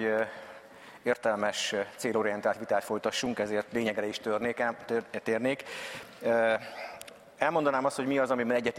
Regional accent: Budapest, Hungary; also born or lived in Tiszalök, Szabolcs-Szatmár-Bereg County; én Csepelen nőttem föl, tehát ott jártam általános iskolában, korai gyerekkoromban fölkerültek a szüleim Budapestre, Csepelre, és hogy eddikányos gimnáziumban végeztem.

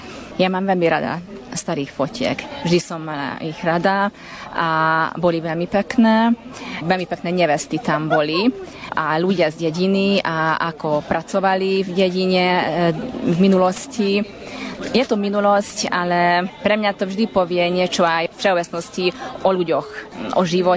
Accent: Vanyarc, Nógrád, Hungary; Ja som z Veniarcu, z Novohradskej župy.

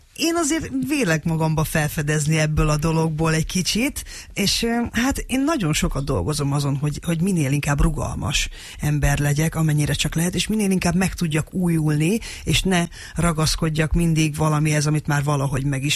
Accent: Hajdúböszörmény, Hajdú-Bihar, Hungary; born or raised there

